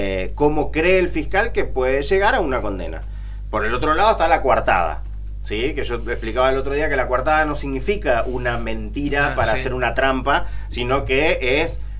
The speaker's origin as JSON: {"language": "Spanish", "country": "Argentina"}